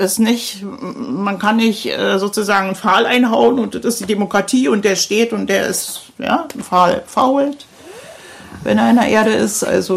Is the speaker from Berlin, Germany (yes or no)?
yes; Berlin, Germany; wo ich so fasziniert bin als Berlinerin, weil in Berlin interessiert sich keiner für den anderen, der daneben anwohnt.